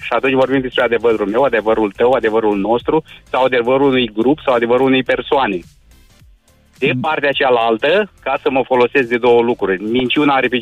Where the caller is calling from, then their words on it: Iași, Iași County, Romania; și vă sunt din Iași.